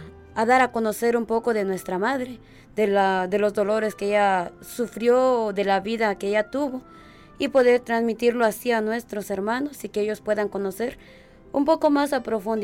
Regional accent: Guatemala; now in Honduras; Vengo desde Guatemala, el llamado de mi Señor Jesucristo me lo hizo a esta congregación, a venir aquí al pueblo catracho, como ustedes le llaman.

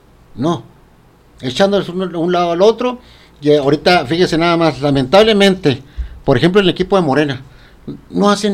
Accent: Chihuahua, Mexico; si todos somos de Chihuahua

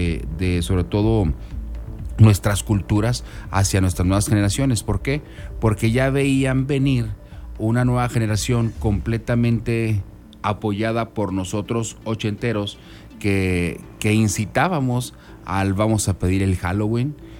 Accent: Mexico; todo lo que nosotros como mexicanos celebramos en estas fechas

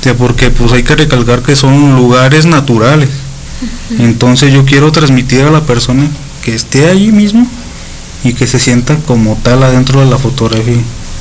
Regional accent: San José de Gracia, Aguascalientes, Mexico; lo bonito que era mi pueblo

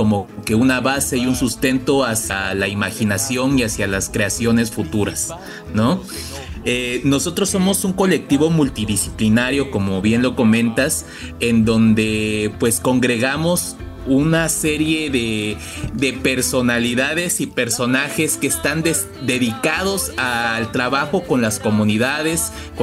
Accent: Veracruz, Mexico; Somos todos veracruzanos

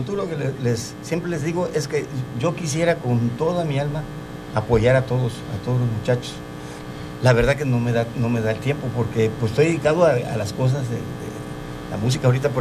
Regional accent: Tabasco, Mexico; en mi pueblo, en Acajuca

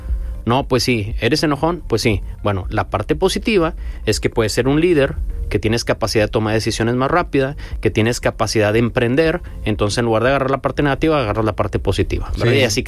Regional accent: Mexico; Como buenos mexicanos no lo leemos

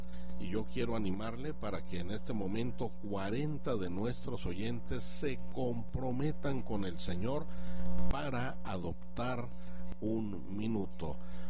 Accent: Chihuahua, Mexico; Comencé evangelizando en mi ciudad natal, que es Chihuahua, y de allí, después de eso, fui misionero 3 años

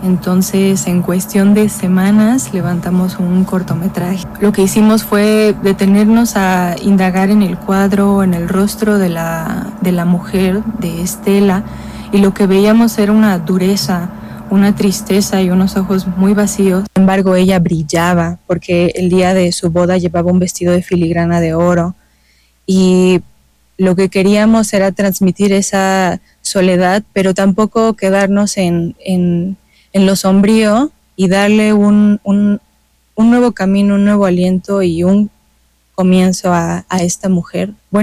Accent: Chiapas, Mexico; Y bueno, ahora que ya llega a mi tierra, Chiapas, en el Musacti, pues los esperamos este sábado 1 de agosto a las 5 de la tarde en el Musac.

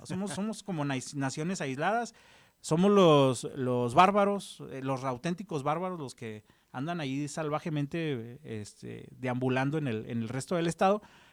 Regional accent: Chihuahua, Mexico; los restantes 66 municipios que somos el estado de Chihuahua.

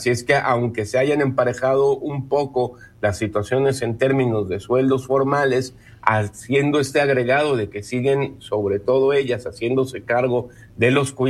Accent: Mexico

